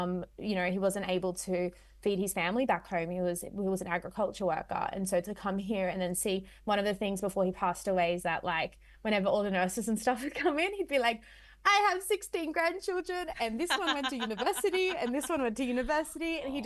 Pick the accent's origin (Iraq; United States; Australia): Australia; Sydney, New South Wales; Without knowing that I was from Western Sydney, was like, oh, thank God for Western Sydney, otherwise we'd have no news stories.